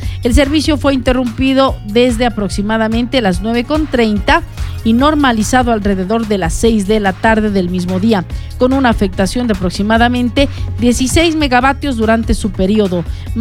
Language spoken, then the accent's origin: Spanish; Ecuador; tenemos mucha fe de al lugar que podemos alcanzar como ecuatorianos y como selección